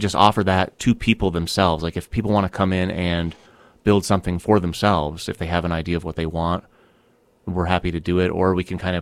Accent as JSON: {"language": "English", "town": "Castleton", "region": "Vermont", "country": "United States", "tie": "born or raised there", "said": "Castleton State College before it was the university. Mm-hmm. And that's my hometown"}